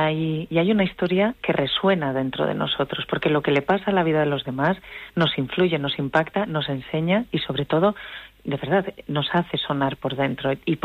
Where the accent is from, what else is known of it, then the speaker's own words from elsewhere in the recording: Santander, Cantabria, Spain; yo soy de Santander, y por ejemplo está el Paseo Pérez Galdós, o el Paseo Pereda